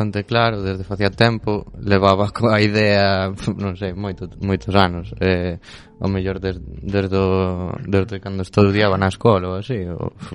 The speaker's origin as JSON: {"language": "Galician", "town": "Xunqueiro", "region": "Galicia", "country": "Spain", "said": "Ah, pues, somos de Xunqueiro."}